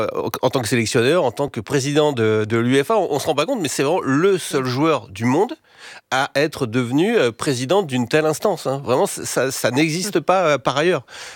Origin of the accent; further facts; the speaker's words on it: France; Et moi, en tant que Français, c'est vrai que je ne savais pas.